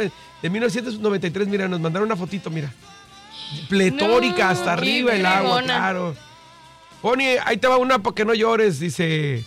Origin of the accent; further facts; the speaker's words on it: Tijuana, Baja California, Mexico; Bueno, yo soy de Tijuana y recuerdo el paraíso azteca, las albercas del Briseño, los patines de plata, eran algunos lugares que iba de morro.